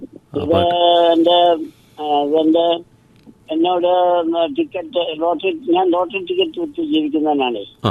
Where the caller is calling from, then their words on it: Chengannur, Kerala, India; ഞാൻ ചെങ്ങന്നൂര്, മുളക്കുഴ